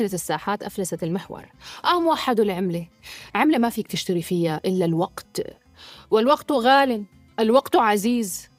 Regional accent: Syria; بس كان في سبب أكثر أهمية لنا كسوريين.

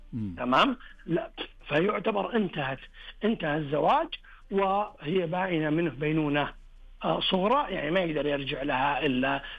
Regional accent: Saudi Arabia; النظام عندنا في المملكة العربية السعودية لا يقع الخلع إذا كان بغير عوض

